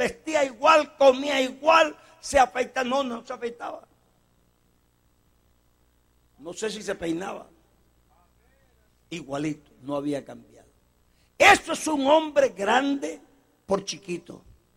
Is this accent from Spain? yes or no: no; Colombia; Los colombianos somos gentiles.